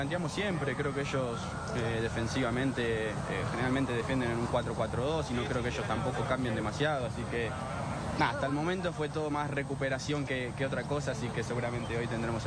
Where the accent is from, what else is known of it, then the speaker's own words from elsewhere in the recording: Argentina; todos somos súper argentinos, amamos nuestro país, amamos nuestra selección